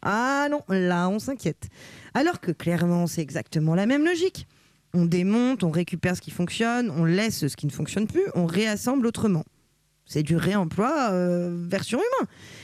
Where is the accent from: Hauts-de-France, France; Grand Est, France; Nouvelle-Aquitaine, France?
Hauts-de-France, France; Moi, je suis une belle betterave du Nord. Oui, je viens du Nord